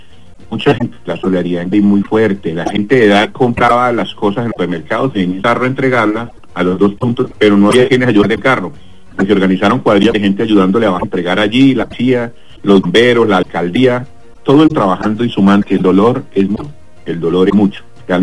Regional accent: Norte de Santander, Colombia; also born or lived in Socorro; Yo nací en un pueblo que llamé Socorro, en Santander, y a los 10 años me trasladé a Puto Norte de Santander, y me quedé.

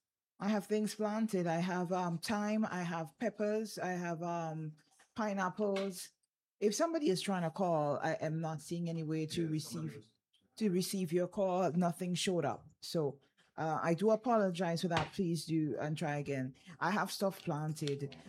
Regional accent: St. Vincent & Grenadines; I mean, we grew up in St. Vincent. We grew up in the Caribbean.

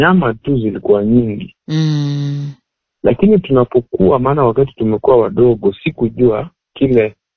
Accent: Kisii, Kisii County, Kenya; born there; Ila mimi nimezaliwa pale Kisii. Nimezaliwa Kisii, lakini sikuzaliwa kwa familia ambayo inamjua Mungu.

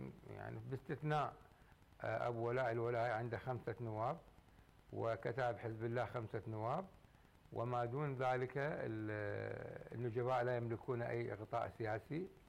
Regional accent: Iraq; ونحن كعراقيين بوطننا عراقيين

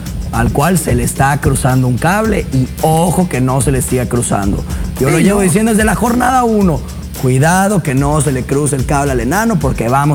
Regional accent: Mexico; Te voy a hablar como mexicano

